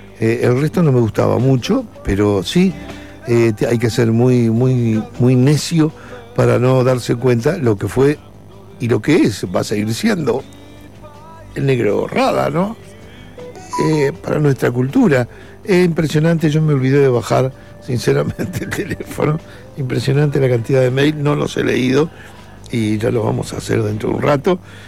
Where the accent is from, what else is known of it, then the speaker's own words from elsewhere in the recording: Maldonado, Uruguay; born there; yo soy acá, de la zona. Soy de Maldonado, nací.